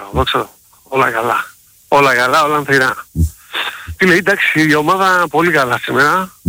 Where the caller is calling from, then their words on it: Bristol, South West England, United Kingdom; από τον Μπρίστολ.